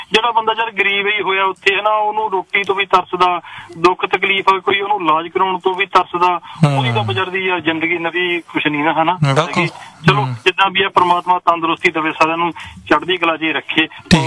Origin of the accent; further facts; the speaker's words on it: Faridkot, Punjab, India; ਪਰ ਜਿੱਦਾਂ ਹੁਣ ਮੈਂ ਫਰੀਦਕੋਟ ਤੋਂ ਹਾਂ, ਸਾਡੇ ਹੁਣ ਮੇਲਾ ਚੱਲ ਰਿਹਾ 3 ਦਿਨ